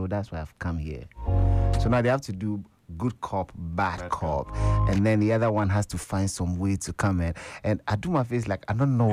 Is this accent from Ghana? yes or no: yes; Ghana; They say, are you a Ghanaian? I say, I'm a Ghanaian. They say, do you live in Ghana? I say, yeah.